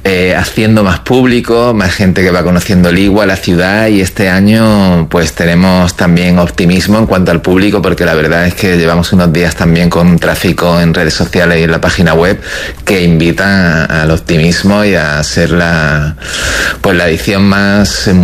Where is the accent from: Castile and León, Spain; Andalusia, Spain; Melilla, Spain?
Melilla, Spain; lo que somos los melillenses.